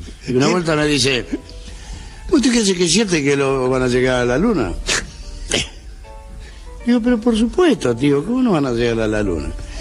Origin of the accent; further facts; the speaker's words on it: Buenos Aires, Argentina; Yo nací en el barrio de Saavedra. En la calle Avenida del Tejar, 3050.